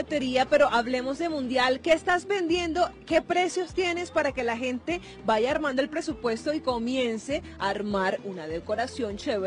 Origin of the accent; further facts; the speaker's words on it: Caribbean coast, Colombia; now in Bogotá, Colombia; Yo como soy costeña